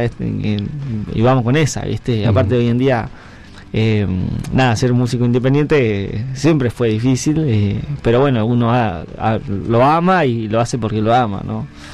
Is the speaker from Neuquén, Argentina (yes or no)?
yes; Cutral Có, Neuquén, Argentina; moved away as an adult; now in Neuquén, Argentina; Yo soy de Cutralcó, nací y me crié allá, hace 2 años estoy viviendo en Neuquén.